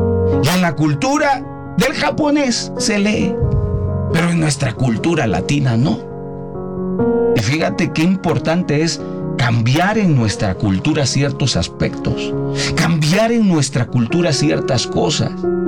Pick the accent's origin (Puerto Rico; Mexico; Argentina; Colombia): Mexico